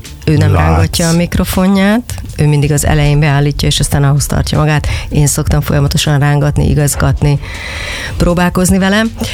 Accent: Budapest, Hungary; én ezen a környéken nőttem föl, tulajdonképpen egy utcával alatta

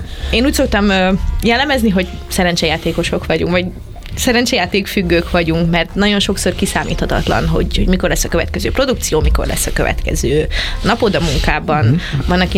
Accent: Kecskemét, Bács-Kiskun, Hungary; accent: Kecskemét dialect; megint a kecskeméti tájszólásom

